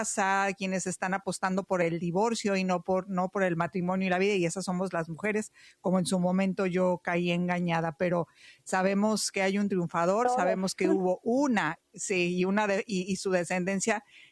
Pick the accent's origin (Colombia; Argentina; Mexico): Mexico; yo soy de México